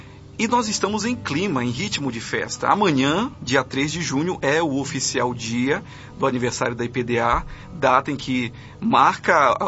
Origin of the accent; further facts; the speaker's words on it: Belém, Pará, Brazil; Belém do Pará.